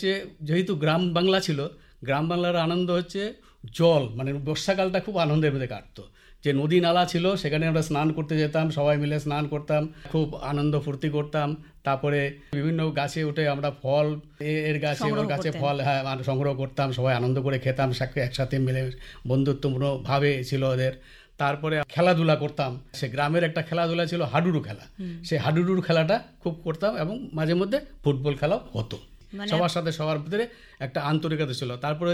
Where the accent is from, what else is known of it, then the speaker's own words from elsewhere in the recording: Alipurduar, West Bengal, India; আমি প্রত্যন্ত গ্রাম থেকে পড়াশোনা করে এসেছি, আমি সেখানে থেকেছি। জন্ম হয়েছে আলিপুরদুয়ারে, কিন্তু বড় হয়েছি নারাথলিতে, কামাখ্যাপুরিতে।